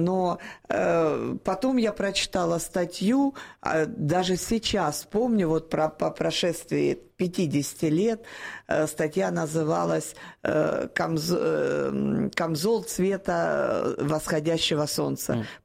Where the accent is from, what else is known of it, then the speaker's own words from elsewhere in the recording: Rostov-on-Don, Rostov Oblast, Russia; Ну, мне это очень близко, потому что я сама родом из Ростова-на-Дону, и я села на лошадь практически, когда начала ходить